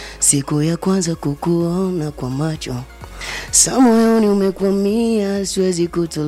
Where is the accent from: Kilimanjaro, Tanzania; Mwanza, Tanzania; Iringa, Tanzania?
Iringa, Tanzania; Nduli; Nimetokea Nduli.